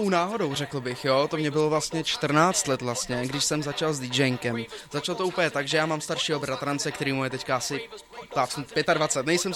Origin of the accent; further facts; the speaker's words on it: Náchod, Hradec Králové Region, Czechia; já jsem z Náchoda, to je Královéhradecký kraj